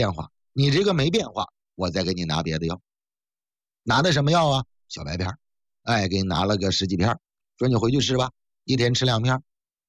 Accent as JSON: {"language": "Chinese", "region": "Heilongjiang", "country": "China", "tie": "born or raised there", "said": "我们老家呢是属于哈尔滨下面的一个小镇，离着哈尔滨呢还挺远，过了我们这儿就等于出了哈尔滨的辖区了。"}